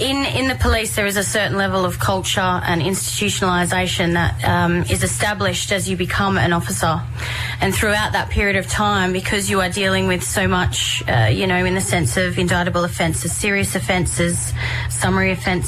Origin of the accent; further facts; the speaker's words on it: Perth, Western Australia, Australia; I grew up on Wajog Noongar Bujar, so I was I grew up in the Perth Hills.